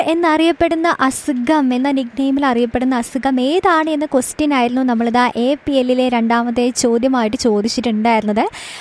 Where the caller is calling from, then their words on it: Puthur, Kerala, India; പുത്തൂരിൽ നിന്ന്.